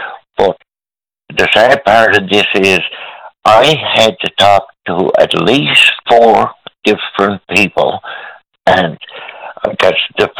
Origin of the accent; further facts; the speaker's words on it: Newfoundland and Labrador, Canada; I would have got help a lot quicker than I actually got as a Newfoundlander. Whatever, you know, as a Canadian, whatever, a second class citizen or what?